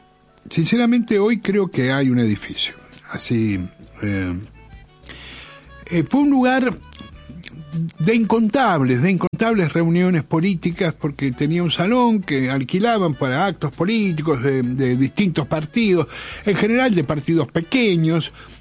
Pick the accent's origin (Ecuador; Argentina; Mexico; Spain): Argentina; Buenos Aires; Yo soy del barrio de Montserrat, del barrio del Mondongo.